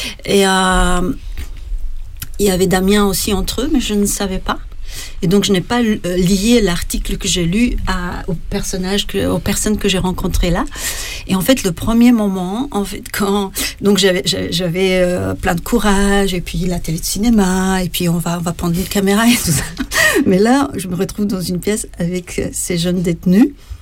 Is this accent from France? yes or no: no; Slovenia; French is a second language; moved away; Et un jour, j'étais dans ma ville natale, au bord d'une rivière, où j'aimais bien m'asseoir